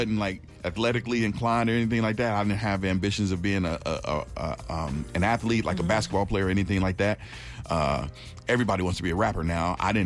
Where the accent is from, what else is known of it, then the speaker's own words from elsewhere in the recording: Chicago, Illinois, United States; I grew up in Chicago